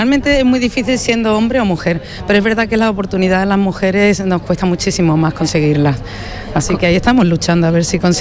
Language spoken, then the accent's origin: Spanish; Málaga, Andalusia, Spain; now in Pizarra, Spain; Vivo en Malagueña soy, he pasado media vida en la capital y ahora vivo en una pedanía de Pizarra.